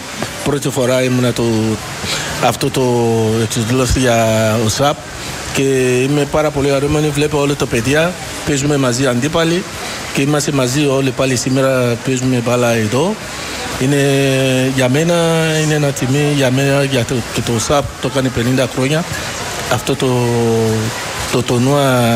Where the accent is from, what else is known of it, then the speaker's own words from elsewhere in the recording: Greece; είναι από Ελλάδα, γιατί εδώ μεγαλώνω. Από το μικρό μου, γι' αυτό έχω το αγάπη Ελλάδα, γι' αυτό και εγώ είμαι από εδώ, από Ελλάδα.